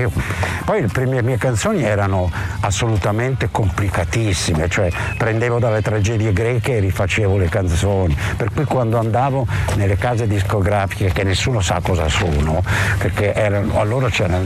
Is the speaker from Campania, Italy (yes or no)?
no; Milan, Lombardy, Italy; Da ragazzino a Milano